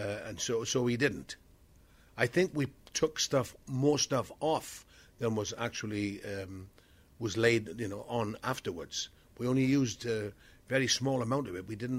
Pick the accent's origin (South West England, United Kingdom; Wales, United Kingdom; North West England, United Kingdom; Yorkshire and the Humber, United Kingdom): Wales, United Kingdom; I grew up in South Wales, so I went to a Presbyterian chapel, and we sang hymns on a Sunday afternoon, Sunday school.